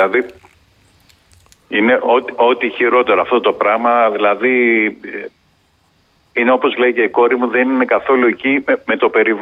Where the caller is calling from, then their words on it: Dafni, Attica, Greece; από Δάφνη